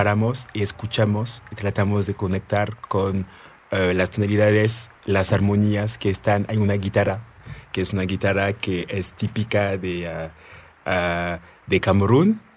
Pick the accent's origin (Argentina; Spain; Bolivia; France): France; sí soy francés, pero pues mi sangre es de allá